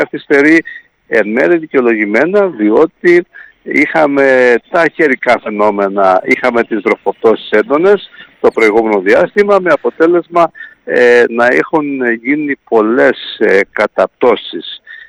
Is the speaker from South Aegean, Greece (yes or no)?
no; Imbros, Crete, Greece; στο χωριό μου στην Ήμβρο